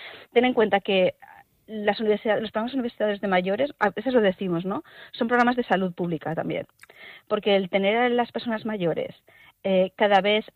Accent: Spain; nosotros somos españoles

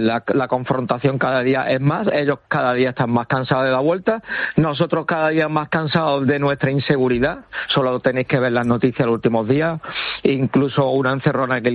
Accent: Ceuta, Spain; Como ciudadano ceutí, como ciudadano español

